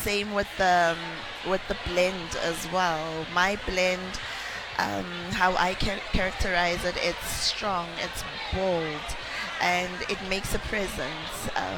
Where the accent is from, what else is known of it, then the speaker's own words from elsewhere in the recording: Pretoria, Gauteng, South Africa; I'm a Pretorian girl, mm-hmm. born and bred in Mamelodi.